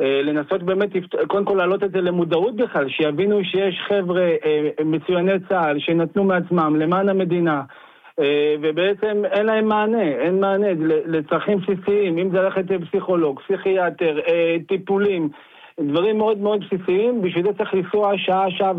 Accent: Central Israel, Israel; now in Golan Heights; אני איבדתי את שתי רגליי ברמת הגולן, וגדלתי במרכז

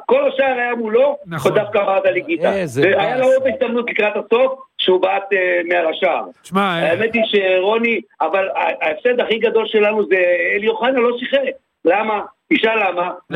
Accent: Beersheba, Southern District, Israel; born there; also born or lived in Iran / Ness Ziona; ואחרי זה עברנו לביישר בגלל שאבא שלי חלה

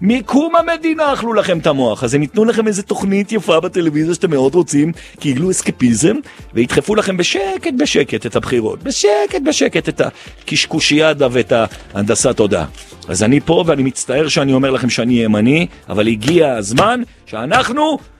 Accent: Jerusalem, Jerusalem District, Israel; אני ירושלמי.

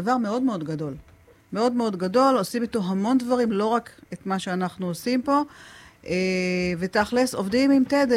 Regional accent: Eilat, Southern District, Israel; ההורים שלי הגיעו לפה ב-1960, אני נולדתי ב-1965 … הייתה גננת פה, עוזרת לגננת, גידלה את מיטב הגברברים פה באילת, שהיום הם כבר סבים בעצמם. שורשית אמיתית.

